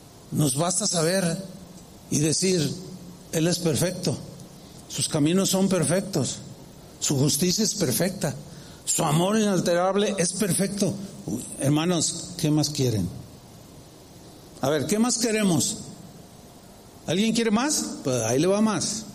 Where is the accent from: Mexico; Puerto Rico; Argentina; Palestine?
Mexico; San Luis Potosí; born there; moved away; en San Luis Potosí, donde yo nací. Pues no estoy allá.